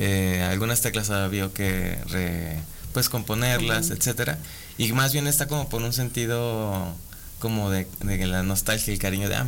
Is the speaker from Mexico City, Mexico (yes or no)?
yes; Mexico City, Mexico; born there; now in Aguascalientes, Mexico; Nací en la Ciudad de México. Y de ahí llego aquí en el 97 a Aguascalientes, ¿no? Con mi mamá, obviamente, y mis hermanas, dos hermanitas que tengo.